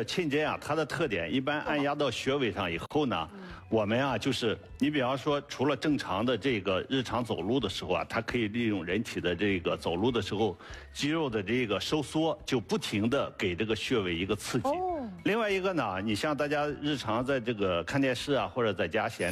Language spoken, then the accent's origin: Chinese; Shandong, China; accent: Shandong dialect; 我们山东话叫摁钉